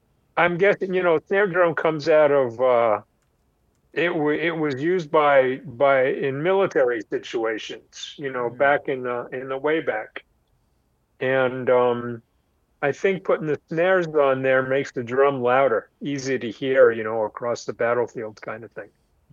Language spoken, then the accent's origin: English; New York, United States; born or raised there